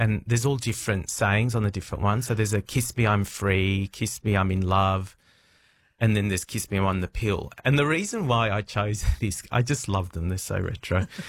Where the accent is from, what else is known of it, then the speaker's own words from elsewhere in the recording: Melbourne, Victoria, Australia; For example, when we'd go and visit our relatives in Adelaide, because I grew up in Melbourne, this was before you could get a great coffee, you know, in Horsham or Ballarat.